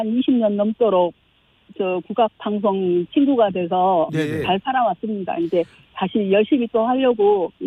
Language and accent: Korean; Sinan County, South Jeolla, South Korea; 그 제 고향이 하이도인데